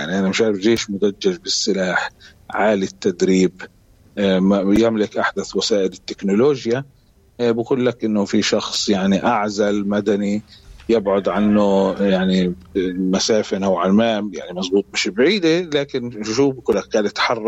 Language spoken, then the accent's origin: Arabic; Palestine; هناك مسؤولية كبيرة علينا كفلسطينيين